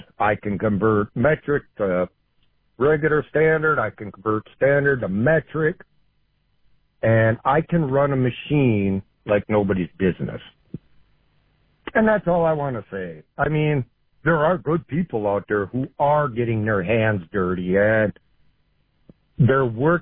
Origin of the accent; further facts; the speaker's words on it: Wausau, Wisconsin, United States; now in Mosinee, United States; I grew up in Wausau, and I was going to high school, and I graduated when I was 17.